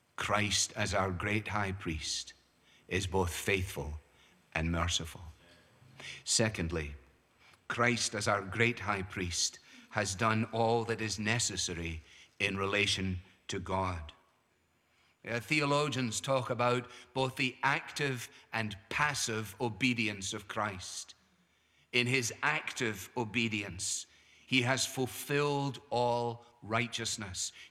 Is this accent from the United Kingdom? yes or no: yes; Scotland, United Kingdom